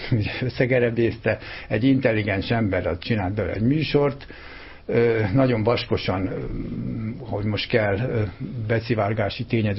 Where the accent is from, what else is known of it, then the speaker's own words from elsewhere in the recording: Jász-Nagykun-Szolnok, Hungary; Én a Tisza ártéren nőttem föl, úgymond Szolnok alatt